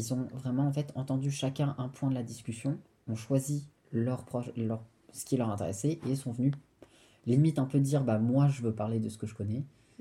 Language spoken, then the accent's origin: French; Réunion; J'arrivais pas à lui faire comprendre que oui, on est français, mais de nom, enfin, genre, et ça veut rien dire. Et c'est pas parce qu'on est français que La Réunion n'a pas sa propre culture